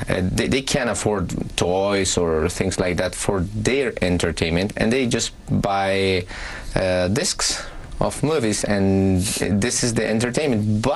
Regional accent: Cusco, Peru; English is a second language; I was born in the Cusco City, but I passed my first years with my mother in the countryside. She was a teacher. She is retired, and so that's where I learned the Quechua

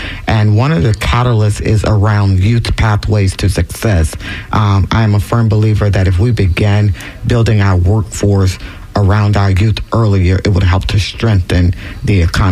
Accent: Florida, United States; born and raised in Hillsborough County, attended the public schools of Hillsborough County, graduated from Hillsborough High School, and attended the University of Florida

